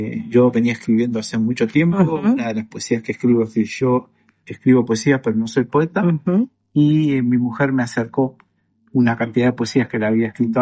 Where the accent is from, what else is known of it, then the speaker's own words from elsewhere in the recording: Rivera, Uruguay; also born or lived in Montevideo; now in Madrid, Spain; Me tocó salir de Rivera, llegué a Montevideo como inmigrante y luego me tocó llegar a España, a Madrid y también como inmigrante. Entonces es un largo trayecto, 33 años ya llevo aquí en España.